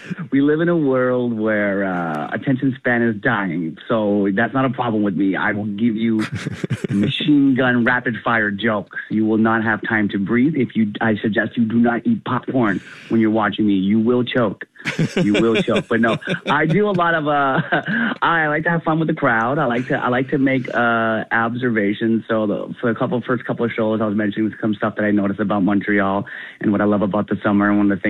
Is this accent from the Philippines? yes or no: yes; Philippines; Well, I talk about being Filipino, but not knowing my native tongue.